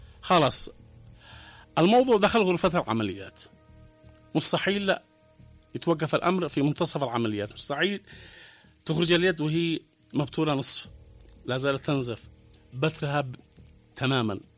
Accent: Yemen; بس احنا كيمنيين معركة مصيرية

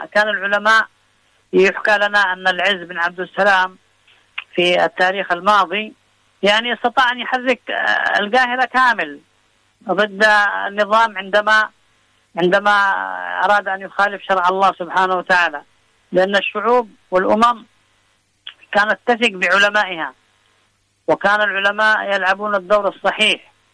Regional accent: Yemen; عندنا في الساحل الغربي وفي محافظة تعز

